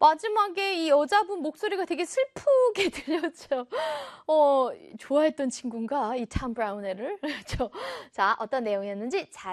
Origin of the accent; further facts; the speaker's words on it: Geumsan, South Chungcheong, South Korea; moved away as an adult; now in Seoul, South Korea; 저는 어렸을 때 금산에 살다가 나중에 대학생이 되어서 서울로 이사를 저 혼자 이사를 왔거든요.